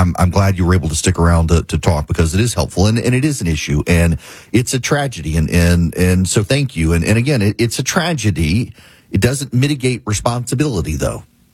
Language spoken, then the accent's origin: English; Jackson, Louisiana, United States; moved away as an adult; now in Georgia, United States; I grew up in Dubai. Yeah, we all know. I'm actually from Jackson, Louisiana. Jackson, Louisiana is a poor town from a poor parish in Louisiana.